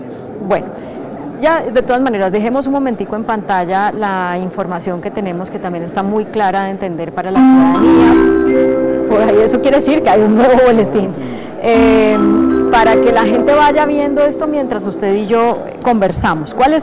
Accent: Colombia; que nos sintamos orgullosos como colombianos.

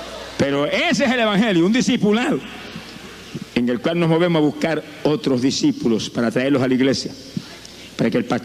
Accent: Camuy, Puerto Rico; born or raised there

